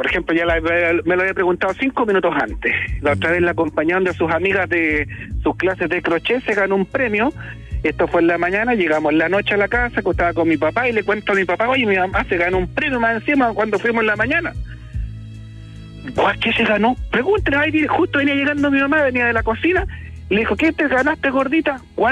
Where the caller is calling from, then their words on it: Puerto Varas, Los Lagos, Chile; Yo vivo en Puerto Vara, pero mis papás están en Concepción y toda mi familia allá.